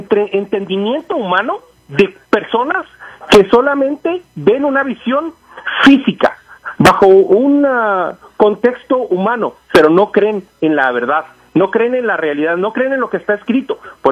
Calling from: Denver, Colorado, United States; lloviendo por acá en Denver

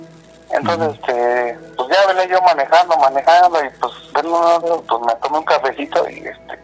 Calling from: Querétaro, Mexico; De aquí, del estado de Querétaro.

